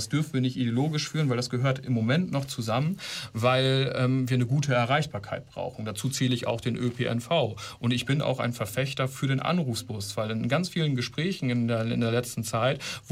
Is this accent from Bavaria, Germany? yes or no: no; Ihlow, Lower Saxony, Germany; Ich komme zum Beispiel aus der Gemeinde Ilo, wo ich politisch groß geworden bin, wo es der Gemeinde wirklich finanziell dreckig ging. Es war eine reiche Gemeinde.